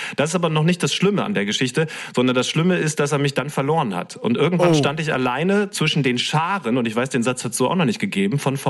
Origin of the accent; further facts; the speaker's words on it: Bahrdorf, Lower Saxony, Germany; moved away as an adult; also born or lived in Göttingen; Ich bin da groß geworden in eben Bardorf. Also ist auch sogar zu groß gesagt, weil dieses Forsthaus nochmal außerhalb von Bardorf steht. Dieses Forsthaus gehört zum Ortsteil Blanken und der Blanken steht tatsächlich genau zwischen Bardorf und Rickensdorf.